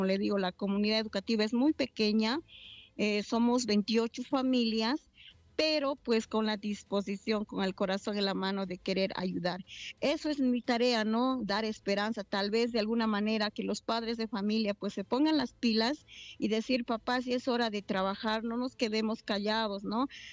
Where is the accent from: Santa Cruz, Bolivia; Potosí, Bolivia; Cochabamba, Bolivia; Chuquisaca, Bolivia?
Chuquisaca, Bolivia; Sucre; moved away as an adult; now in Chuquisaca, Bolivia; Yo soy de Sucre